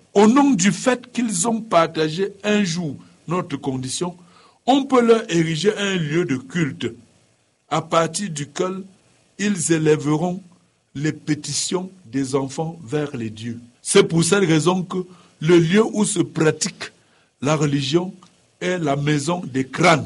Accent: Cameroon; moved away; also born or lived in Bafou; Parce que chez nous, dans le Nord, on n'a pas des affaires comme ça.

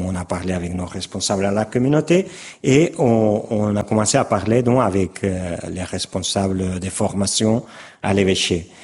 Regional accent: Barcelona, Catalonia, Spain; moved away as an adult; also born or lived in France; now in Valencia, Spain; je suis espagnol, catalan de Barcelone.

